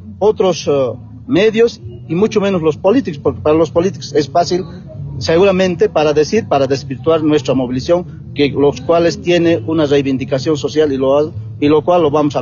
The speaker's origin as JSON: {"language": "Spanish", "country": "Bolivia", "said": "las grandes mayorías que nosotros somos los bolivianos y bolivianas."}